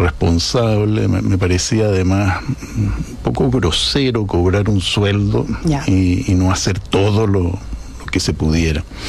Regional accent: Chile; me duelen más los chilenos, y ahí me doy cuenta, entre otras razones, de que sigo siendo más chileno, a pesar de que soy español también.

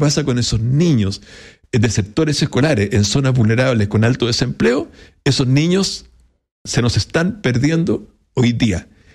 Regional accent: Ñuble, Chile; Yo soy de Ñuble

